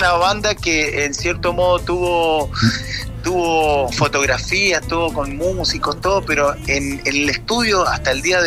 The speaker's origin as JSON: {"language": "Spanish", "region": "Mendoza", "country": "Argentina", "moved": "yes", "said": "cuando nos fuimos de Mendoza, siempre nos fuimos pensando en hacer música propia, hacer nuestra música. Mi papá siempre fue músico, mis tíos también. Nosotros nos criamos viéndolos tocar en distintos lugares."}